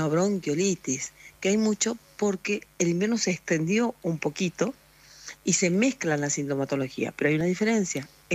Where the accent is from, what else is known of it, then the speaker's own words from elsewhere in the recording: Bellavista, Corrientes, Argentina; now in Buenos Aires, Argentina; Yo estoy, en realidad es ciudad, yo le digo pueblo, pero es ciudad. Yo estoy en Bellavista, Corrientes, ocasionalmente, pero Trabajo en Buenos Aires, obvio.